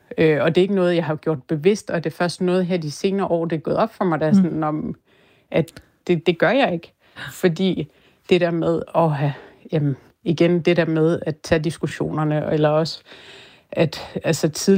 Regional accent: Greenland; moved away as an adult; now in Denmark; de ved godt, at jeg har nogle grønlandske aner, men det er mange, der egentlig sådan, så bliver overrasket over, at jeg var 21, da jeg flyttede til Danmark.

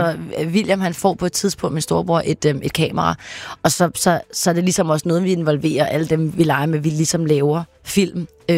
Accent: Capital Region of Denmark, Denmark; also born or lived in Copenhagen; Vi flyttede lidt til Nordsjælland i det meste af min barndom, faktisk. Men jeg blev født i København, lad os sige det sådan.

